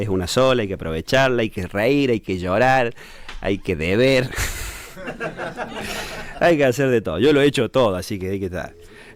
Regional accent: Córdoba, Argentina; soy humorista cordobés

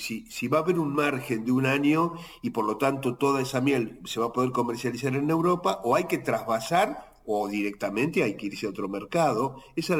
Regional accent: Argentina

